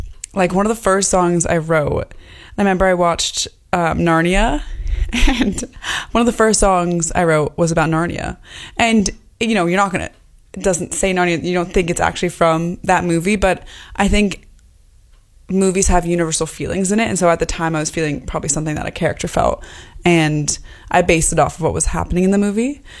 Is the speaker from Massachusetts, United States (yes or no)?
yes; Boston, Massachusetts, United States; moved away; I'm from Boston and I left my hometown. I know everyone there.